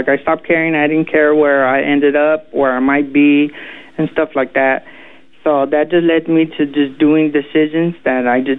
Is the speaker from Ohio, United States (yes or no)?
no; Baldwin Park, California, United States; I grew up in the city of Baldwin Park in San Gabriel Valley in the outskirts of L.A.